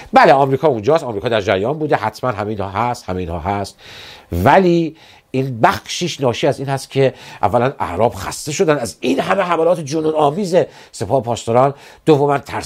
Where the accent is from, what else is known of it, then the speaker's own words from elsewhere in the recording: Iran; من ایرانی هستم